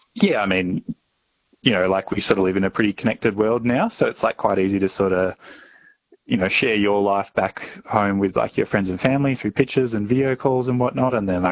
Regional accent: Western Australia, Australia; I think probably, yeah, growing up in Western Australia or Australia in general, I was probably always a bit drawn to, I guess, the things you don't have.

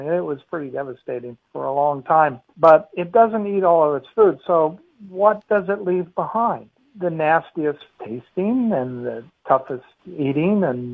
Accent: Australia; now in United States

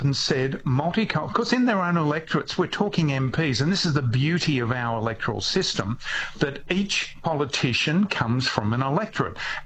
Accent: Greece; English is a second language; accepted, learnt English, did all that stuff. And just listen to me, I don't sound like, you know, I come from Greece, but it was allowed and it's been accepted.

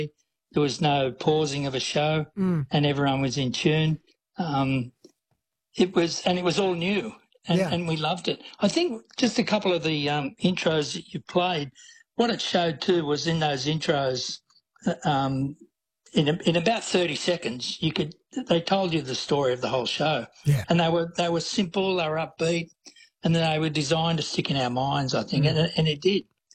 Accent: Australia; And it was Australian, and we loved what and. As the Australian content became more and more, we loved watching ourselves. We weren't as polished as American or English, but we loved it.

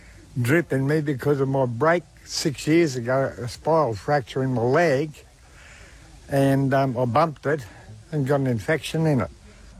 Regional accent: Maryborough, Queensland, Australia; We're from Maryborough, which is just near Hervey Bay in Queensland.

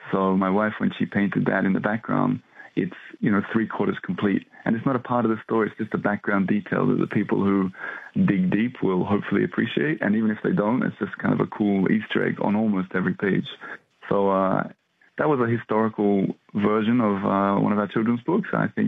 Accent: Australia; now in France; Oh, I think the biggest animal so I'm Australian. I love seeing animals in the wild over in Australia.

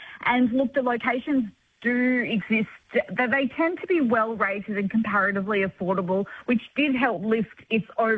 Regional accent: Queensland, Australia; I'm a Queenslander

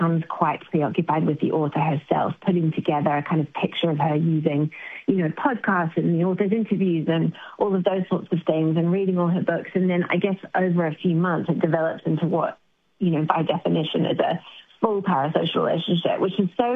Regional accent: Palmerston North, Manawatū-Whanganui, New Zealand; also born or lived in Foxton; Oh, Palmerston North and Foxton, so down the road from you. We probably played on the same hockey pitch.

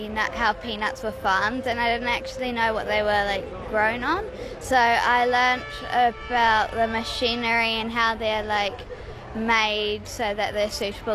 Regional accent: Auckland, New Zealand; I'm from Auckland.

